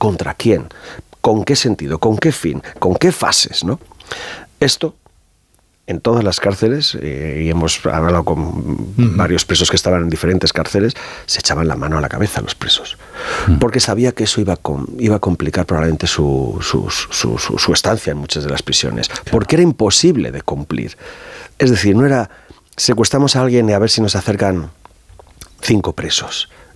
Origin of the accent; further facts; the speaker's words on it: Irun, Basque Country, Spain; Yo soy de Irún, soy del 67, la misma edad que Miguel Ángel, mi vida ha sido atravesada por la violencia, la presencia de ETA, ¿no?